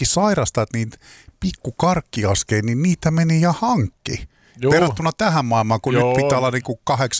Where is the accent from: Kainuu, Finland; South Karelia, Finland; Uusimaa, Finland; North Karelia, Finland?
Uusimaa, Finland; Vantaa; meillä Vantaalla oli tommonen juttu.